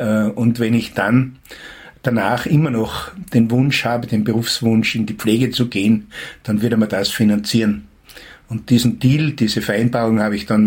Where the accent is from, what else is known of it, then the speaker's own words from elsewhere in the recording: Schwarzach im Pongau, Salzburg, Austria; Ich bin sozusagen im Krankenhaus aufgewachsen. Meine Eltern, mein Vater war im Krankenhaus Schwarzach, jetzt Kardinal Schwarzenberg Klinikum, Bäcker und Betriebsrat. Und meine Mutter war dort Hausmeisterin.